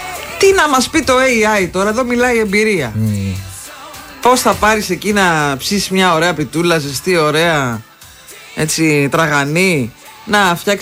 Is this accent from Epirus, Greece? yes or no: yes; Epirus, Greece; moved away; στην πατρίδα μου